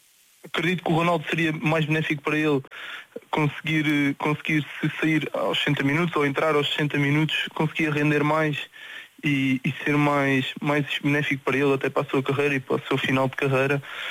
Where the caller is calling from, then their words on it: Portugal; como português e como amante de futebol